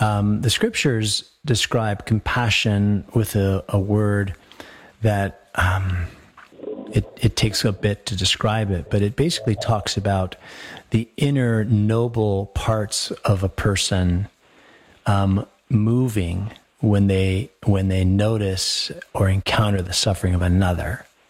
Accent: Colorado, United States; We grew up in Colorado, and he was a schoolmate when I was at the seminary.

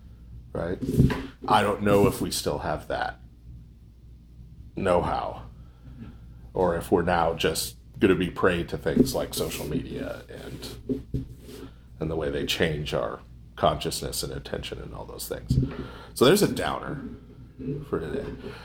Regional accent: United States; born there; I'm using we in the I was born in America sense.

